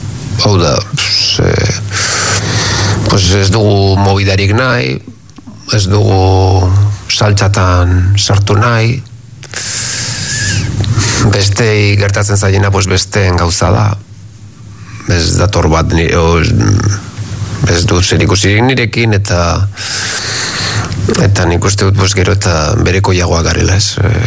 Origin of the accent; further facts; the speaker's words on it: Basque Country, Spain; nik esaten nuen beitu ni independentista naiz eta euskalduna naiz bakarrik eta gaur egun ez dut esaten.